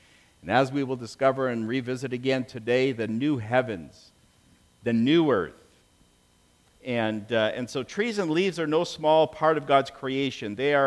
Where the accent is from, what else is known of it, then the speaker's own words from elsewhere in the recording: Canada; moved away; I come from Canada.